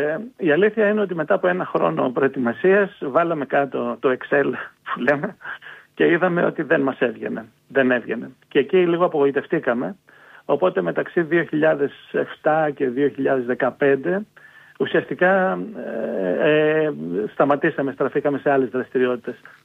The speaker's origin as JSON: {"language": "Greek", "country": "Greece", "moved": "as an adult", "lives_now": "Luxembourg", "said": "Εγώ έφυγα από την Ελλάδα το 1992 και από τότε είμαι στο Λουξεμβούργο, δουλεύω στα ευρωπαϊκά όργανα"}